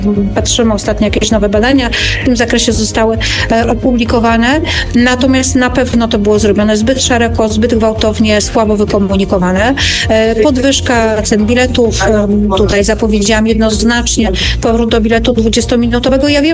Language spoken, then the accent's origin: Polish; Zakopane, Lesser Poland, Poland; born there; now in Kraków, Poland; Rzeczywiście nie urodziłam się w Krakowie.